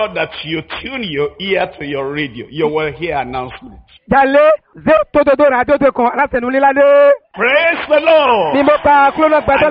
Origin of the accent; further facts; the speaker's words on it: Nigeria; Because I came from Nigeria, Africa.